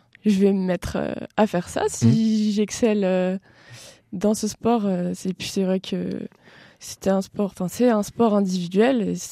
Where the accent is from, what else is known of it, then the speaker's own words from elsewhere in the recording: France; je suis originaire de Riodin